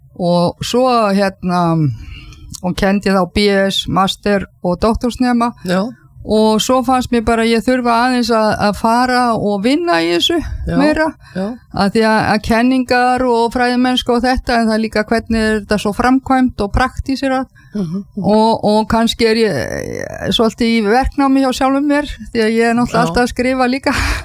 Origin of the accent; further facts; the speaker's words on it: Kaupangur, Northeastern Region, Iceland; já, ég fædd á uppalinn í Kaupangi í Kaupangsveit sem núna Eyjafjarðarsveit þannig ég bóndadóttir